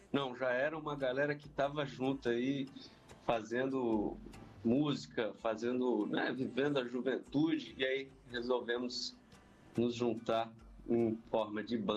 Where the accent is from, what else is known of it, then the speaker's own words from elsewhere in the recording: Taguatinga, Federal District, Brazil; Eu mesmo sou de Taguatinga.